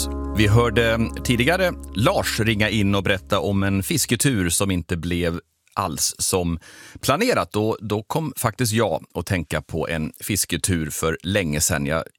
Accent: Värmland, Sweden; Vi hade lånat en båt och skulle ge oss ut någonstans på sjön i Värmland där jag växte upp.

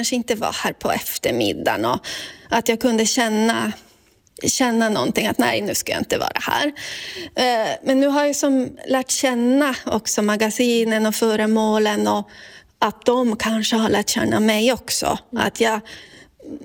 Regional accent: Sápmi, Sweden; Det är jätteviktigt att det finns hemma i Sápmi, för att det ska finnas nära för oss samer.

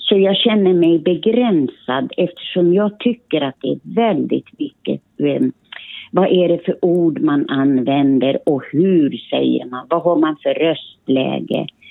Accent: Finland; now in Sweden; För jag lekte jättemycket i skogen hemma i Finland.

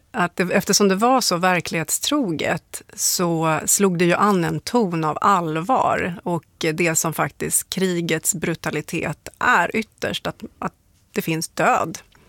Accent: Gotland, Sweden; born there; Och så växte jag upp på Gotland delvis, och då var det ju, det här var på 80-talet

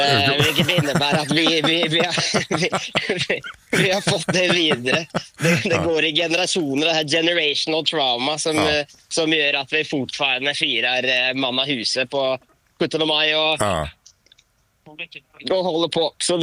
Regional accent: Norway; Ja, jag är i Oslo just nu, men nu står jag på flygplatsen och ska till Sverige, så jag är ingen bra norrman idag.

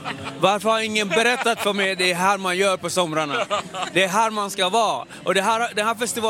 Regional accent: Jordbro, Stockholm County, Sweden; Vi är från Haninge, vi är Haningebarn. Hans fru är från Jordbro och jag är från Jordbro.

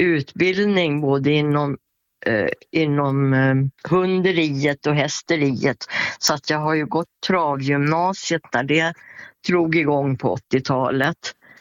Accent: Borlänge, Dalarna County, Sweden; Så att annars körde jag ju hemma i Borlänge och på den travbanan.

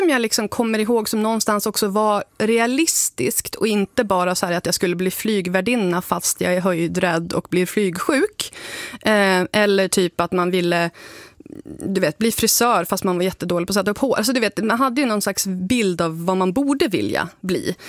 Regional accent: Sund, Västernorrland County, Sweden; Jag fastnade i att jag är från Sund, men jag bor inte i Sund. Utan jag, nej. Jag bodde i Sund slash Domsjö.

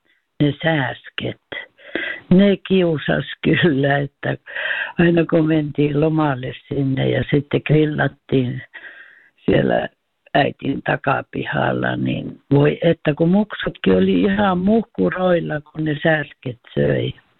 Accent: Oulu, North Ostrobothnia, Finland; moved away as an adult; now in Sweden; Ja sehän on aika lähellä tuota Oulua, mistä minä olen kotoisin.

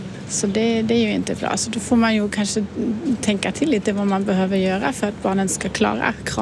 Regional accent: Germany; Swedish is a second language; moved away as an adult; now in Orsa, Sweden; vi är ju uppväxt så i Tyskland

